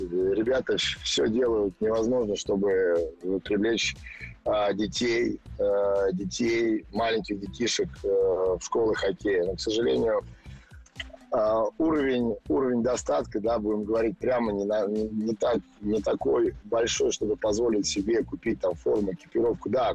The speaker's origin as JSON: {"language": "Russian", "region": "Moscow", "country": "Russia", "tie": "born or raised there", "also_born_or_lived": "Mozhaysk", "said": "Я рос в Москве, у меня родители учились, работали в Москве, я рос, в принципе, в Москве до 3 лет, я был в Можайске. Бабушки меня немножко воспитывали, потом я рос в Москве."}